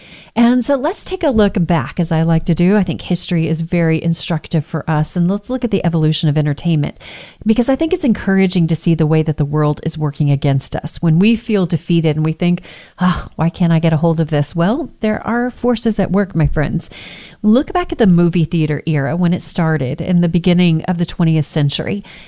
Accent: Texas, United States; I grew up in Texas. That was a thing.

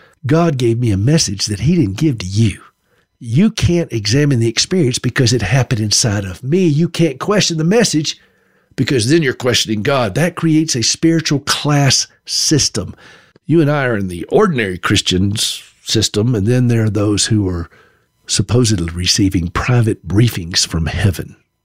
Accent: South Carolina, United States; And by the way, I grew up in South Carolina. There's a town named Berea there.

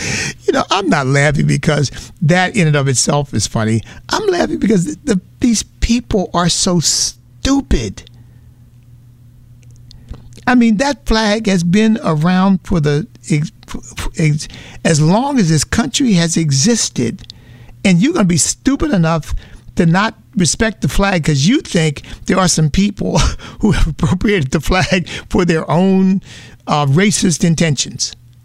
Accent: United States; because, in large measure, because I'm an American, of course, in part because I made up my mind at a fairly young age that I was going to take advantage of the opportunities this country provided for me

